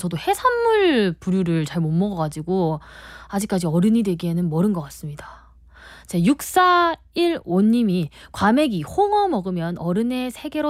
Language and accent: Korean; Miryang, South Gyeongsang, South Korea; 저는 경상남도 밀양